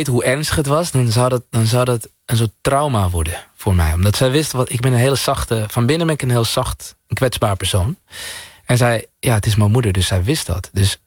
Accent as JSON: {"language": "Dutch", "country": "Suriname", "said": "En op een hele Surinaamse manier, waarin we eigenlijk als Surinamers vaak denken, ach, het is iets kleins, komt wel goed"}